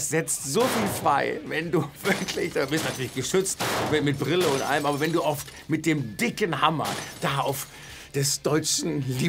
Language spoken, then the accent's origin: German; North Rhine-Westphalia, Germany; Die blaue Lagune ist in Ostwestfalen. Boah, das wusste ich gar nicht. In meiner Heimat.